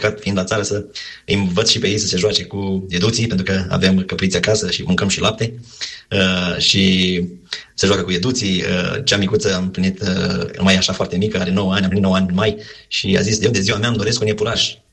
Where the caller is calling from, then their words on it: Vrancea County, Romania; eu sunt din Vrancea și suntem la 40 de kilometri de Focșani